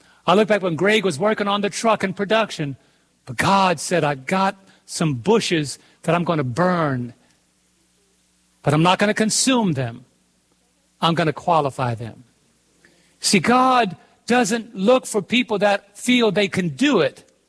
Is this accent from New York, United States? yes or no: yes; New York, United States; I'm from Brooklyn. I'm from Brooklyn. I'm a child who didn't know his mother.